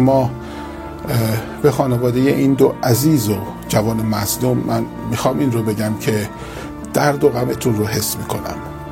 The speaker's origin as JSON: {"language": "Persian", "region": "Isfahan", "country": "Iran", "said": "من که خودم اهل اصفهان هستم"}